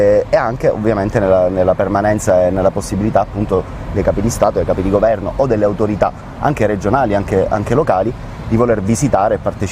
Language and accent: Italian; Palermo, Sicily, Italy